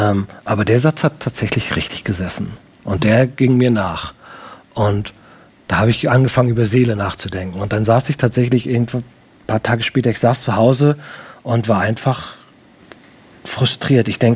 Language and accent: German; Baltic coast, Germany; Das ist an der Ostsee, ich komme aus der Nähe von der Ostsee.